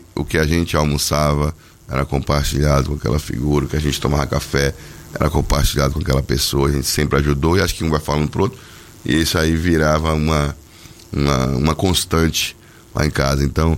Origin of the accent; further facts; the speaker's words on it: Bahia, Brazil; Eu me lembro que quando eu cresci, aqui em Piauí, na rua Borges de Barros, número 305.